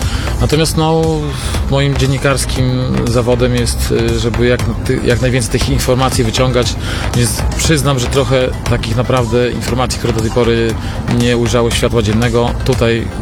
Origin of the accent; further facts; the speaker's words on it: Białystok, Podlaskie Voivodeship, Poland; born there; Dokładnie, ja jestem urodzony w Białymstoku. Tutaj też zaczynałem swoją pracę dziennikarską, więc zawsze do Białegostoku chętnie wracam.